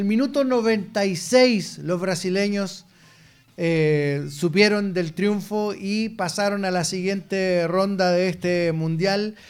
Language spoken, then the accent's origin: Spanish; Chile